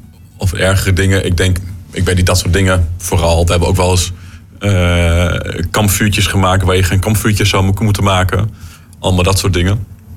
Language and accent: Dutch; East Germany, Germany; Toen ik klein was nog in Oost-Duitsland.